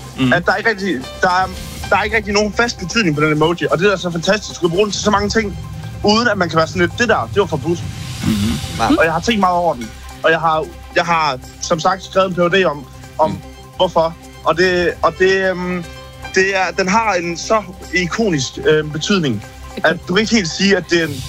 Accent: Ølgod, Region of Southern Denmark, Denmark; Jeg er fra Ølgod, cirka.

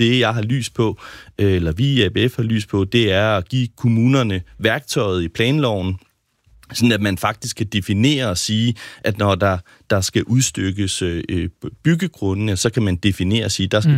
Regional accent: Jutland, Denmark; now in Copenhagen, Denmark; jeg bor selv i hovedstaden, men er født og opvokset i Jylland, og jeg synes, vi snakker alt for lidt om den andre dele af Danmark også.

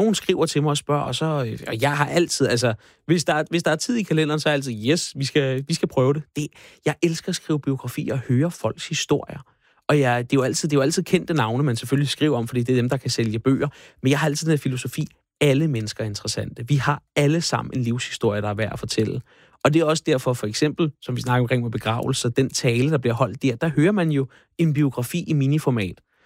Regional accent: Frederiksværk, Capital Region of Denmark, Denmark; Frederiksværk, min gamle, hvor jeg er opvokset.

